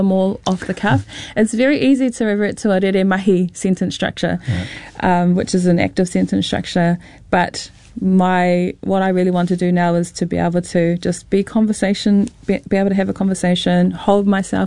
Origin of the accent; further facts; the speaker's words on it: New Zealand; first language Māori; English is a second language; reo Māori was my first language growing up. It was the reo that my dad taught me.